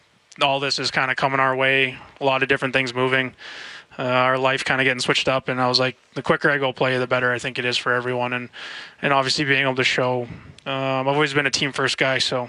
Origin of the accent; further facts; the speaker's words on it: Canada; And I was, you know, being Canadian, I'd have to worry about the visa or anything like that.